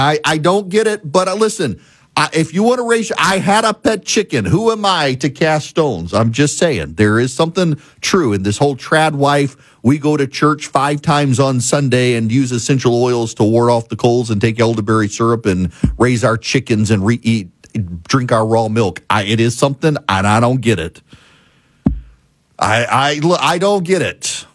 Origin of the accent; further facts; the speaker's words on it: Dubai, United Arab Emirates; when I was a kid in the Middle East because I grew up in Dubai